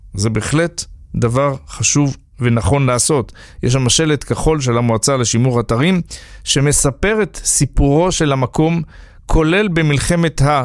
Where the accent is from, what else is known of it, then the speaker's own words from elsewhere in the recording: Jerusalem, Jerusalem District, Israel; moved away; אגב, אני ירושלמי במקור